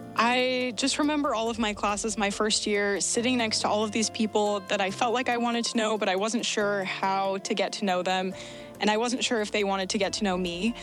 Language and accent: English; Utah, United States; I'm from a small town in southern Utah, and I'm an English major.